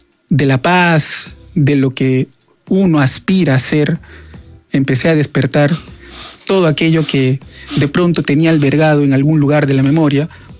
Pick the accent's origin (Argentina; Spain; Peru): Peru; Iquitos, Loreto; moved away as an adult; now in Lima, Peru; Yo soy de Iquitos, como bien usted sabe. Vine a Lima como migrante a buscar una vida nueva.